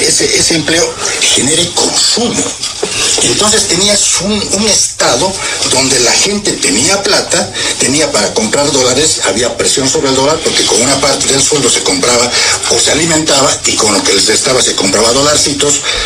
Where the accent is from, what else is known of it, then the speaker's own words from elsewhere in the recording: Potosí, Bolivia; en mi tierra Potosí